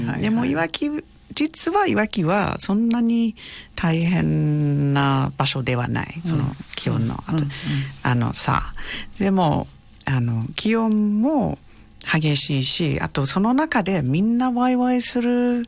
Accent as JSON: {"language": "Japanese", "region": "Southland", "country": "New Zealand", "tie": "born or raised there", "second_language": "Japanese", "moved": "as an adult", "lives_now": "Iwaki, Japan", "said": "私の出身地はもう大自然のところで、はい、うん、前のロード・オフ・ザ・リングズっていう映画がとても有名だったんですけど、あそこの撮影 場所は私の近所なんですね。"}